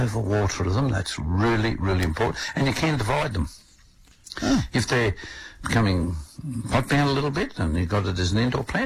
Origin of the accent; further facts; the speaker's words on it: Orange, New South Wales, Australia; You know, I'm from Orange, mate. You know, we're tough. I know what frosts are all about.